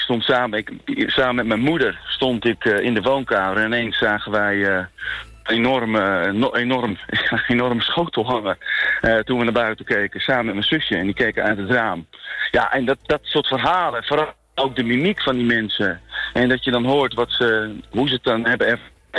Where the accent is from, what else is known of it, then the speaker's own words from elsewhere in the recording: Friesland, Netherlands; ik ben zelf Fries